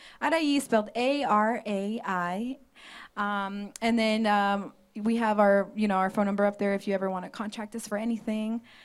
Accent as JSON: {"language": "English", "town": "Omaha", "region": "Nebraska", "country": "United States", "said": "We are from Omaha, Nebraska."}